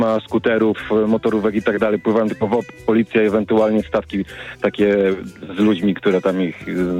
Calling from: Częstochowa, Silesian Voivodeship, Poland; Wiesz co, jestem z Częstochowy

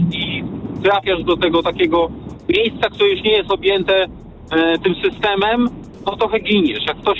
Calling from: Radom, Masovian Voivodeship, Poland; ja jestem z Radomia

